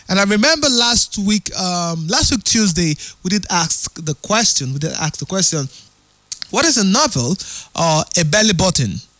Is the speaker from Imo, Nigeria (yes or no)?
no; Rivers, Nigeria; I'm from Ikwerre, and we call it Mkweku.